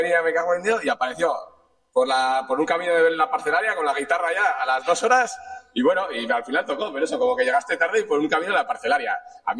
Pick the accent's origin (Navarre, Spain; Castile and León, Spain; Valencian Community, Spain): Navarre, Spain; Pamplona; nosotros somos de Navarra, de Iruña